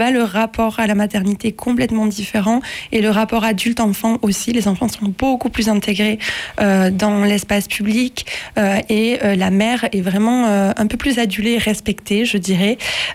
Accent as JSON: {"language": "French", "town": "Millau", "region": "Occitanie", "country": "France", "tie": "born or raised there", "also_born_or_lived": "Argentina", "moved": "as an adult", "said": "Après 8 ans avoir vécu à l'étranger, que là j'ai pris un peu de plein fouet aussi parce que je suis revenue dans ma ville où j'ai grandi, donc à Millau"}